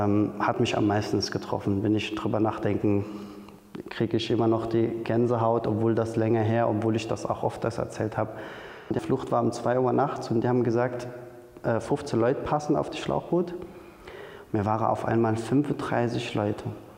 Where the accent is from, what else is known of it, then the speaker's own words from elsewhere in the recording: Syria; now in Germany; Ich komme aus Syrien. Ich bin vor fast 10 Jahren nach Deutschland geflüchtet.